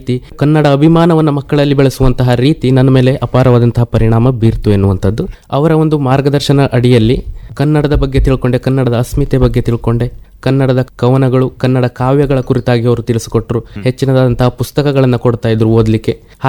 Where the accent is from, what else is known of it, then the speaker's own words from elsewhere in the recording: Karnataka, India; ಮಲೆನಾಡಿನ ಪರಿಸರವೇ ನನ್ನನ್ನು ಸಾಹಿತ್ಯ ಲೋಕಕ್ಕೆ ಎಳೆದೊಯ್ಯುವಂತೆ ಮಾಡಿದ್ದು. ಆ ಮಲೆನಾಡಿನಲ್ಲಿ ನಾನು ಪ್ರತಿನಿತ್ಯ ಅನುಭವಿಸ್ತಕ್ಕಂತಹ ಒಂದು ಹಸಿರಿನ ಒಂದು ವಾತಾವರಣ ಇರಬಹುದು